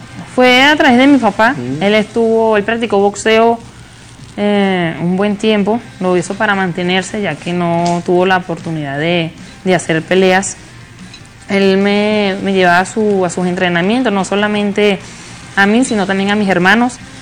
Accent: Venezuela; Y yo, chiquita, pero y flaca, pero aún así, adelante como todo venezolano.

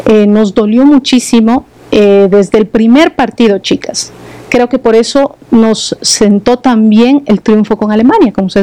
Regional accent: Ecuador; lo emocionada que estaba como ecuatoriana

